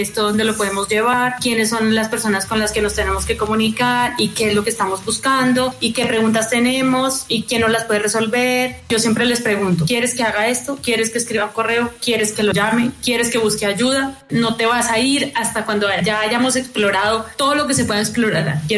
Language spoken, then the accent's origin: Spanish; Bogotá, Colombia; Ahí pasé toda la infancia, entre el pasto, el estadio, la concha acústica, la Plaza Che, el Museo de Artes, el Auditorio León de Greiff.